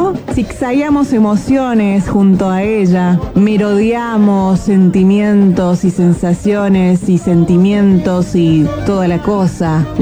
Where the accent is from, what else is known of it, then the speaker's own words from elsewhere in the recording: Argentina; de esta banda que realmente nos enorgullece como argentinos